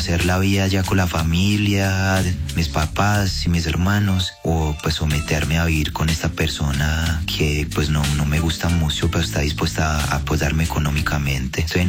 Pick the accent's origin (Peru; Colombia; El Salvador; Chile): Colombia; San Andrés de Cuerquia, Antioquia; moved away as an adult; now in Medellín, Colombia; A ver, yo soy de un pueblo, soy de San Andrés de Cuerquia. Terminé para Medellín hace 2 años, probar suerte y a estudiar en la Universidad de Envigado.